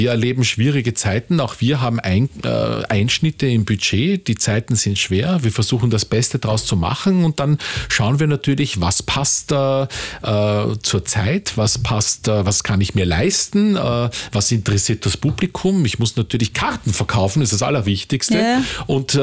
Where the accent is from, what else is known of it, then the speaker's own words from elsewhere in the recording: Austria; der Teesalon, sage ich einmal, bei uns in Österreich, eingeladen.